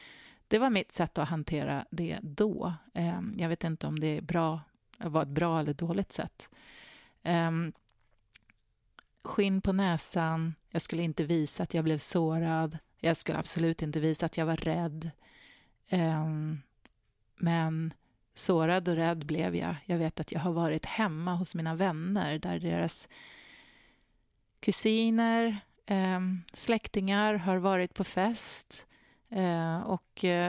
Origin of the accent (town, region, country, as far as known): Gustavsberg, Stockholm County, Sweden; born there